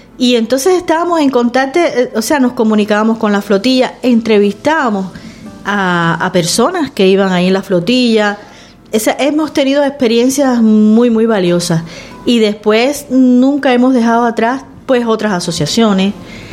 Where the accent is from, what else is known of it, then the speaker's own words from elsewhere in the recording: Cuba; now in Canary Islands, Spain; en Canarias nunca me han discriminado por ser cubana, no es el caso, a veces ya no ni me doy cuenta que soy cubana